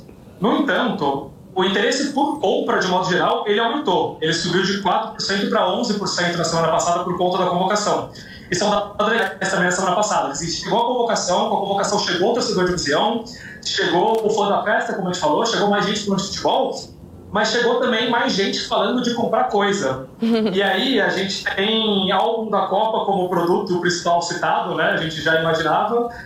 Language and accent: Portuguese; Brazil; eu, como brasileiro fã de futebol